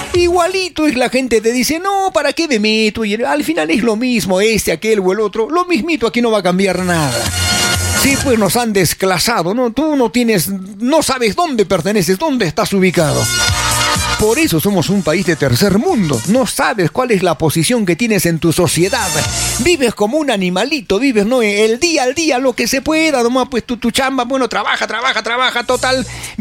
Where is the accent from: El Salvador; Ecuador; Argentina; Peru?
Peru; nuestro gas, el gas de todos los peruanos